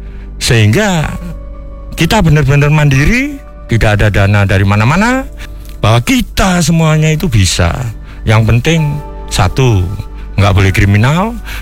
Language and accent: Indonesian; Malang, East Java, Indonesia; Itulah saya dari Malang